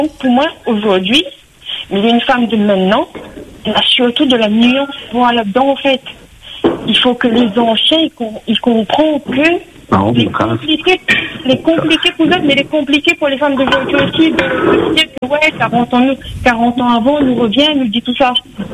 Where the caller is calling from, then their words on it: Réunion; nous, la réunion, nous a toujours vécu le vivre ensemble